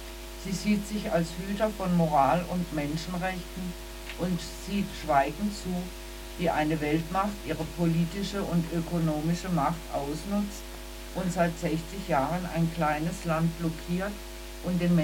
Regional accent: Cuba; dem Publikum meine Geschichte, meine Kindheit in Kuba zu vermitteln. Wir wissen alle, was gerade auf Kuba los ist.

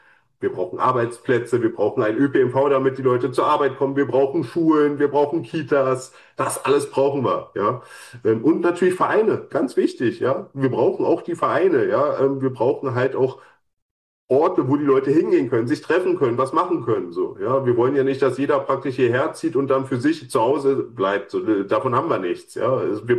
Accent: Berlin, Germany; als ich das erste Mal nach Tangermünde gekommen bin, ja, als, ich sag jetzt mal, als Berliner, der ja nur Berlin und sein Speckgürtel kennt

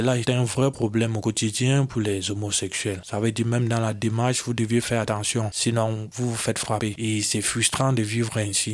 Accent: West, Cameroon

